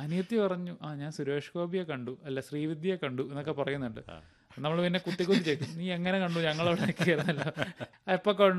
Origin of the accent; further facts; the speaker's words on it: Kerala, India; ഇത് ഇതുപോലെ എന്റെ നാട്ടിലും തൊടുപുഴ അടുത്ത ഒരു ഗ്രാമത്തിലായിരുന്നു.